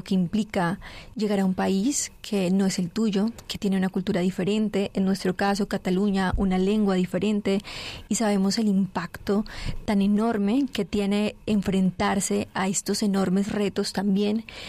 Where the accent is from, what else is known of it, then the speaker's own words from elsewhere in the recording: Colombia; soy colombiana, como bien lo ha dicho Fermín, soy periodista de formación